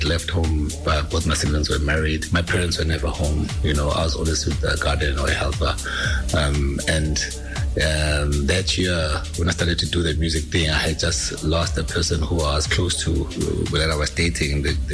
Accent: Mpumalanga, South Africa; moved away as an adult; also born or lived in Pretoria; there was a team in my hometown called Mpumalanga Black Aces

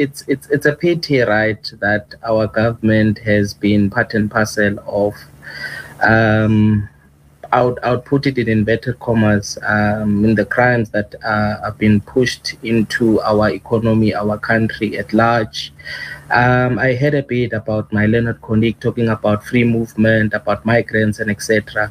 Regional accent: South Africa; as a South African and as a citizen of this country.

